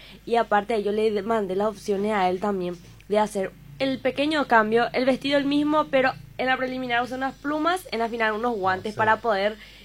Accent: San Estanislao, San Pedro, Paraguay; Yo no soy de Asunción, soy de Santaní, una persona humilde, de una familia humilde

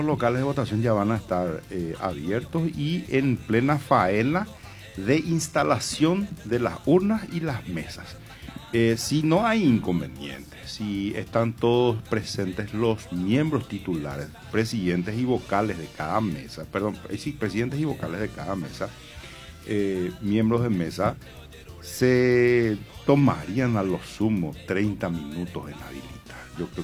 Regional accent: Paraguay

